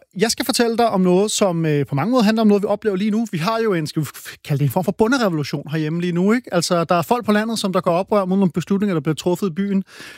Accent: Hillerød, Capital Region of Denmark, Denmark; Ja, jeg er fra Hillerød.

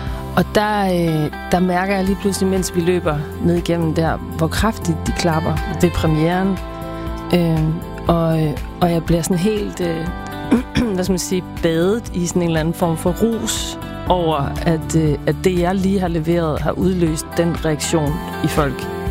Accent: Nyborg, Region of Southern Denmark, Denmark; Vi skal til Nyborg, hvor jeg kommer fra.

